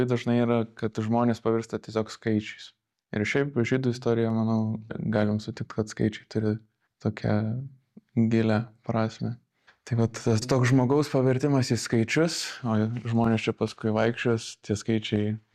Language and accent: Lithuanian; Kaunas, Kaunas County, Lithuania; Aš esu iš Kauno, esu baigęs Vilniaus dailės akademiją Kauno fakultetą, bakalauro ir magistro studijas.